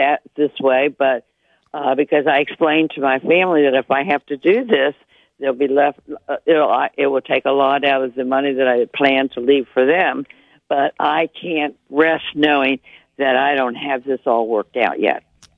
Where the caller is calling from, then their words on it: Harrisburg, Pennsylvania, United States; This is your loyal listener from Harrisburg.